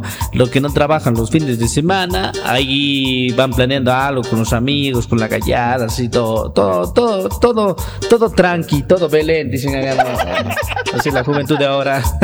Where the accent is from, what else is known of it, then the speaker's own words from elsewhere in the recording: Ecuador; ese orgullo de decir que somos ecuatorianos